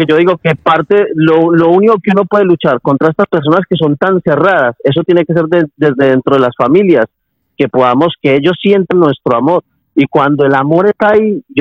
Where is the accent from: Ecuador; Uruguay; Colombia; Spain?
Colombia; yo soy colombiano